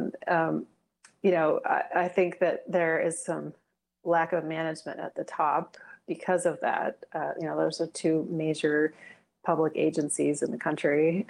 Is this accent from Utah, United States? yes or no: yes; Ogden, Utah, United States; because I'm from Ogden, Utah, and in Ogden they have a giant IRS service center